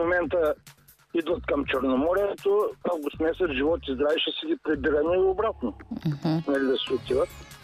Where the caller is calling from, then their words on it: Ruse, Ruse Province, Bulgaria; В момента се обаждам от това, но по принцип съм от Русе.